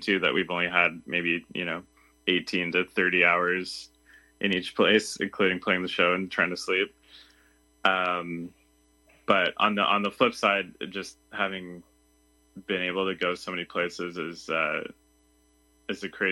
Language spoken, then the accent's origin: English; Ottawa, Ontario, Canada; moved away as an adult; now in Toronto, Canada; I grew up in Ottawa, but I've spent the last like 15 years, 16 years in Toronto.